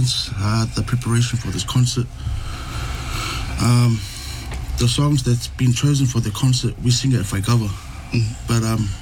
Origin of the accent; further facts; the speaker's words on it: New Zealand; Growing up, as for me, growing up in New Zealand, we are surrounded with so many different cultures and influences, and which is great. But at the same time, as we, as us young Tongans